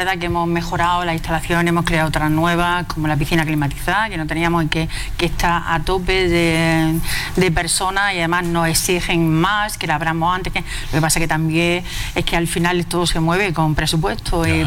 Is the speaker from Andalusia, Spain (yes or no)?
yes; Mancha Real, Andalusia, Spain